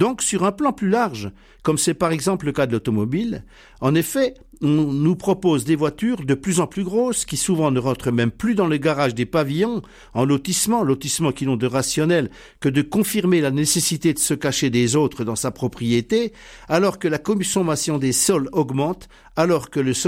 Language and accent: French; Bourgogne-Franche-Comté, France; Chez nous, en Franche-Comté